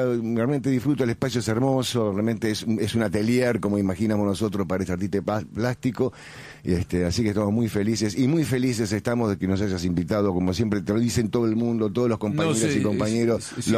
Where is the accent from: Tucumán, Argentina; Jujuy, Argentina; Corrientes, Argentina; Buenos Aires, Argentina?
Buenos Aires, Argentina